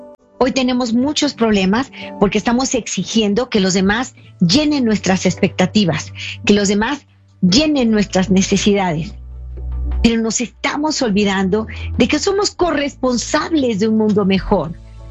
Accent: Mexico; México, mi país

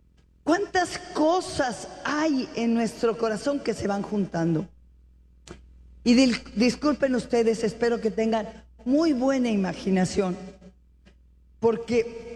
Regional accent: Mexico; en mi país? En mi México.

